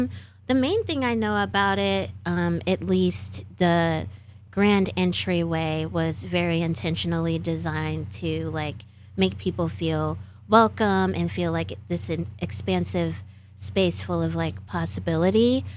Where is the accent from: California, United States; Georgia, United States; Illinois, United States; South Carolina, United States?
Illinois, United States; Chicago; moved away; I grew up in Chicago, so I was around a lot of that historic architecture.